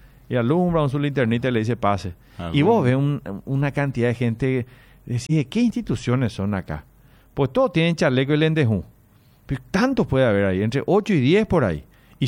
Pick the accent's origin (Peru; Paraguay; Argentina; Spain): Paraguay; Ciudad del Este, Alto Paraná; Soy de Ciudad del Este, nací acá, paso el puente hace 35 años.